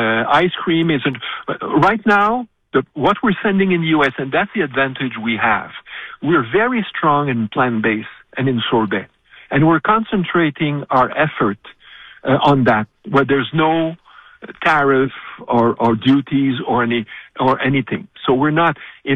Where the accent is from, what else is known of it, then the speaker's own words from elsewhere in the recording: Canada; We don't like to think that as Canadian, but we have a great reputation.